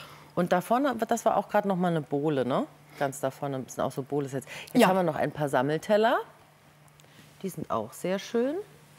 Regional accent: Saarland, Germany; Da haben wir eine Mistgabel, wie man bei uns im Saarland sagt, oder Mistgabel.

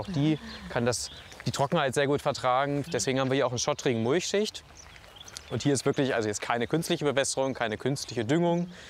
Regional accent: Einbeck, Lower Saxony, Germany; now in Weinheim, Germany; Nee, ich komme eigentlich aus Niedersachsen. Und tatsächlich aus Einbeck, das ist auch eine sehr fachwerkgeprägte Stadt.

